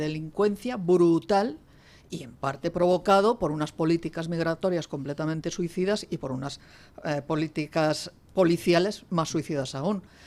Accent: Catalonia, Spain

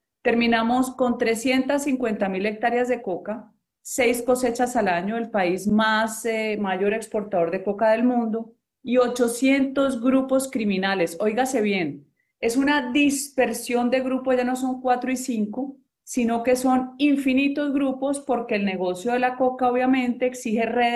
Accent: Cali, Valle del Cauca, Colombia; el suroccidente colombiano, de donde soy yo y mi familia, en Cali

